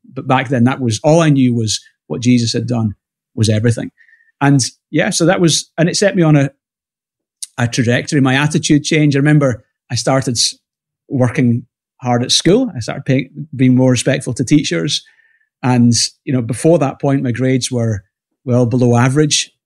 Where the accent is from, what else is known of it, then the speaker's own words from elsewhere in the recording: Glasgow, Scotland, United Kingdom; Yeah, so I was born 1975 in Glasgow. I'm 50 now, and grew up taken to church as a kid.